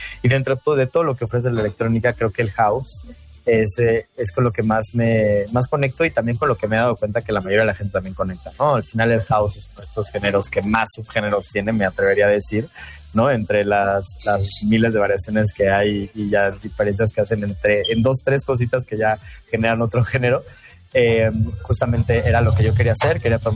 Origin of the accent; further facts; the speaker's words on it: Mexico; no conocía más que mi país natal, México.